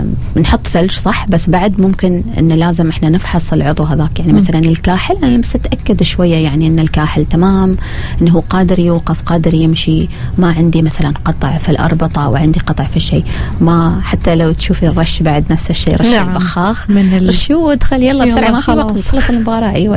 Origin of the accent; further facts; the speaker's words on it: Oman; أنا أفتخر بكوني أنا من عمان.